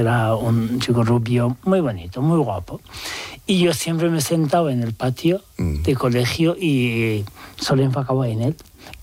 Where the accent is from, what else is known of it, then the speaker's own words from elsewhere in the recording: Tehran, Tehran Province, Iran; Spanish is a second language; tanto que yo crecí en Teherán, los años en infancia mi familia mudaron a Teherán